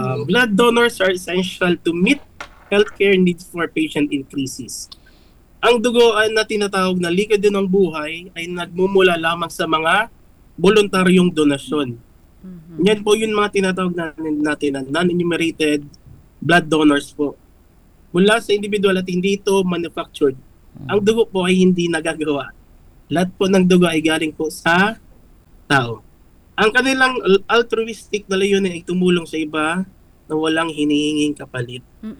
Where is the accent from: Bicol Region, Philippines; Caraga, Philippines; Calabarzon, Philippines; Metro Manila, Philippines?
Bicol Region, Philippines; Daraga; Taga Daraga po